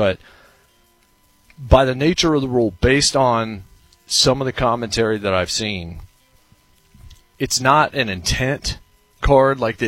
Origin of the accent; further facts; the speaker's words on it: United States; I am an American